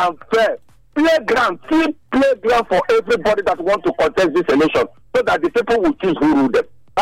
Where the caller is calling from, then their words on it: Benin City, Edo, Nigeria; I'm calling from Benin.